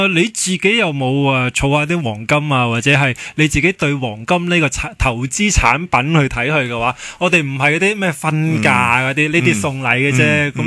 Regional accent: Hong Kong; 我哋香港人

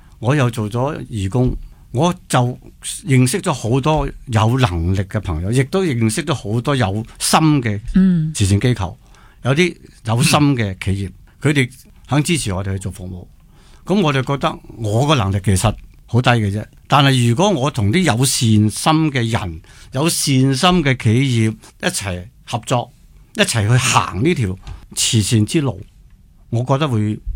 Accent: Hong Kong; 我哋香港人咧，因为我哋香港其实唔学拼音嘅。

